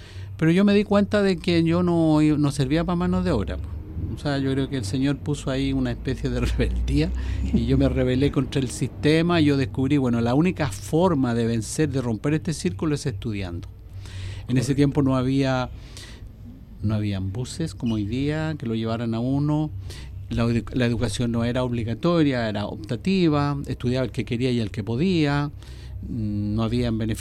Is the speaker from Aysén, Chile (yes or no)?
no; Rosario, O'Higgins, Chile; Yo nací en la casa, en Apalta, ahí en Rosario.